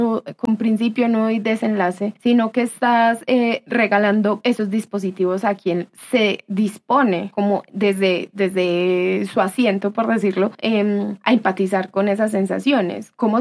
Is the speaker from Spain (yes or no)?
no; Colombia; al conflicto que como sociedad hemos vivido, como colombianos hemos vivido